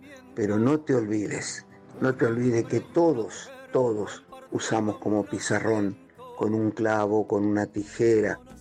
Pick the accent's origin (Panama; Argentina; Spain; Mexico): Argentina; San Juan; Mi infancia en San Juan me llevaba los fines de semana a la quinta de mi abuela